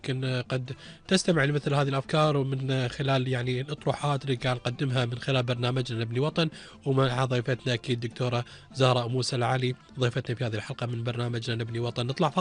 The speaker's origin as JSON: {"language": "Arabic", "country": "Kuwait"}